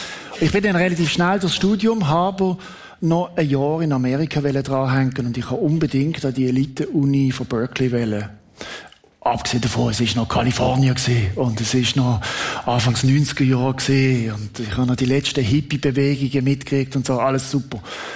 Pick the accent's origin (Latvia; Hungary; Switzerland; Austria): Switzerland; Und dann gesagt, ich bin Schweizer, ich bin neutral, ich laufe jetzt da rein.